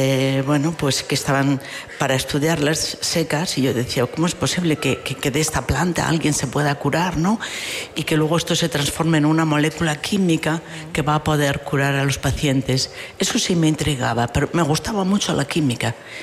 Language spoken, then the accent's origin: Spanish; Carrizo, Castile and León, Spain; born or raised there